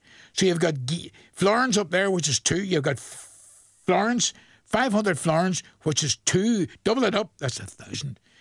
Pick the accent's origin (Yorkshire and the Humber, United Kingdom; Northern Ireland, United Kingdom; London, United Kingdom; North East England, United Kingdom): Northern Ireland, United Kingdom; Strabane; I'm from Stabon, head of the town.